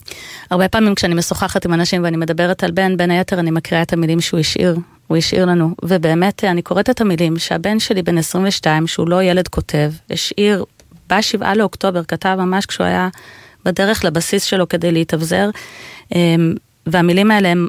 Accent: Jerusalem, Jerusalem District, Israel; דבר ראשון אני ירושלמית. ירושלמית גאה מאוד, מאוד אוהבת את העיר שלי. לא אעזוב אותה לעולם

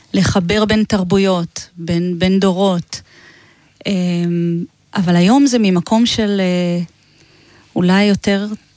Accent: Shaharut, Southern District, Israel; also born or lived in Tel Aviv; now in Shilat, Israel; מן הסתם גדלתי בשחרות על הר, בלי כלום

